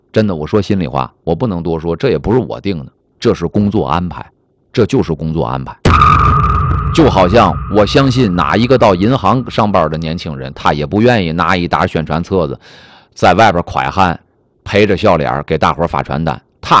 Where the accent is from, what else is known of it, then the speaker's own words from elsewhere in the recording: Dandong, Liaoning, China; moved away; 在我的老家辽宁丹东